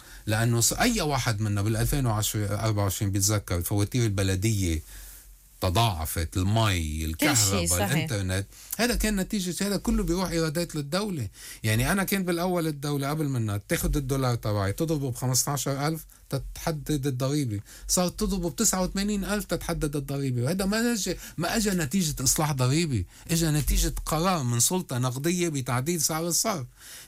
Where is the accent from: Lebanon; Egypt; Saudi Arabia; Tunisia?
Lebanon